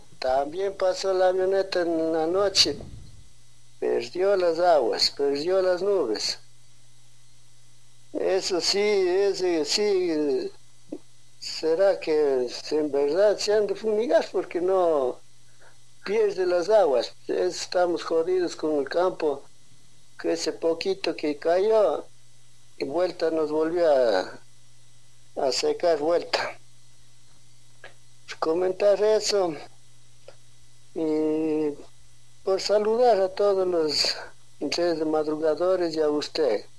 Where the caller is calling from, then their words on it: Pujilí, Cotopaxi, Ecuador; De aquí, de Pujilín.